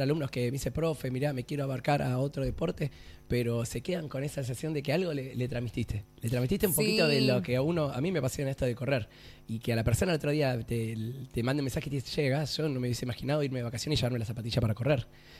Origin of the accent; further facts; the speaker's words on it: Buenos Aires, Argentina; moved away as an adult; also born or lived in Haedo; now in Río Gallegos, Argentina; Soy de Buenos Aires, de Granbur. Mira. Y después, un tiempo viví en Aedo. Zona oeste.